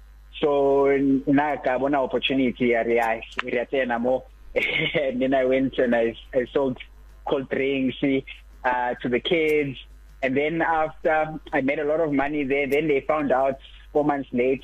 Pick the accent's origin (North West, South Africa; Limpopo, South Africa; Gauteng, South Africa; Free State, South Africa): Gauteng, South Africa; Brakpan; I am entrepreneurial I was raised in Brakpan here in East Rand my dad has a farm there